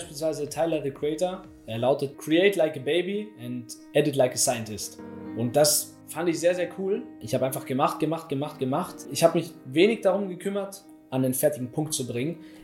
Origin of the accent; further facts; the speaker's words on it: Ethiopia; German is a second language; now in Germany; Ich komme aus Äthiopien eigentlich, oder bin da geboren in Äthiopien